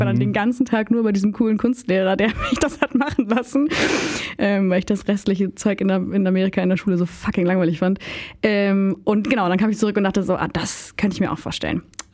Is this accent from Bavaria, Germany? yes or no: yes; Bavaria, Germany; also ich bin in Bayern groß geworden